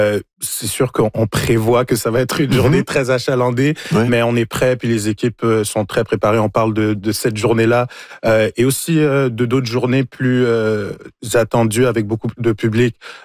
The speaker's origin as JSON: {"language": "French", "town": "Montreal", "region": "Quebec", "country": "Canada", "tie": "born or raised there", "said": "Moi, j'ai grandi à Montréal, je suis né à Montréal, et je me rappelle dans mes très jeune âge de venir au festival"}